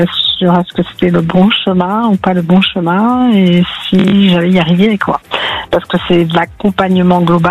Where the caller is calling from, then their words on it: Occitanie, France; moi, je suis à côté de 7, dans l'Hérault.